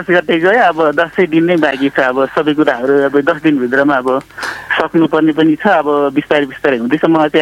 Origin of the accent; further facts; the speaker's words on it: Sindhuli, Bagmati, Nepal; moved away; also born or lived in Kathmandu; मेरो गाउँमा पनि अब सिन्धुलीमा